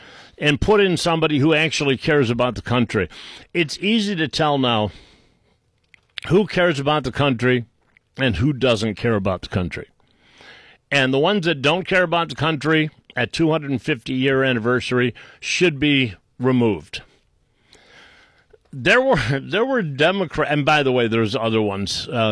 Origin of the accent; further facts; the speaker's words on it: Boston, Massachusetts, United States; accent: Boston; I should be saying it with my Boston accent.